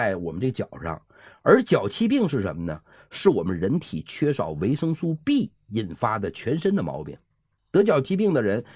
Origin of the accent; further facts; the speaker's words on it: China; 就是我为啥说小米是最好的养我们中国人脾胃的佳品呢？